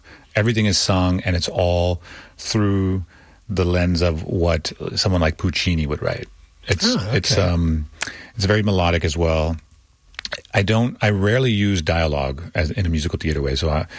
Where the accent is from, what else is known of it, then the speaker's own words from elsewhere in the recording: Austin, Texas, United States; also born or lived in Laredo; my grandmother came over from England. They settled. And so my mom was born there. I grew up in Austin, but I spent a lot of time in Laredo.